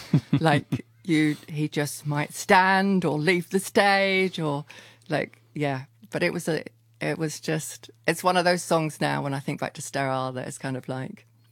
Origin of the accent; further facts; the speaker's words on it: Ely, East of England, United Kingdom; born or raised there; moved away as an adult; now in New Zealand